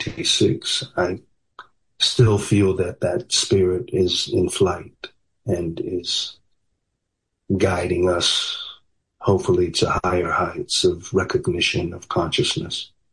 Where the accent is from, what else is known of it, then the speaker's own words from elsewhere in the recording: Los Angeles, California, United States; So it was great to tell some of those stories in my hometown.